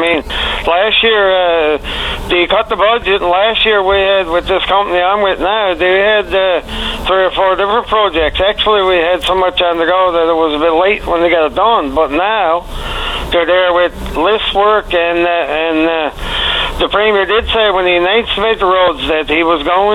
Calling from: Rock Harbor, Canada; I'm calling from Bjorn Peninsula again here in Rock Harbor

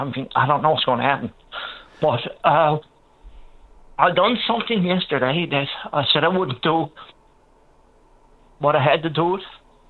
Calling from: Bell Island, Newfoundland and Labrador, Canada; I'm calling from Bell Island and sheer desperation.

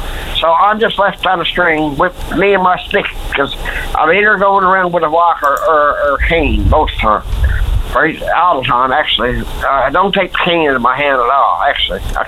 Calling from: St. Lawrence, Newfoundland and Labrador, Canada; I call him from St. Lawrence.

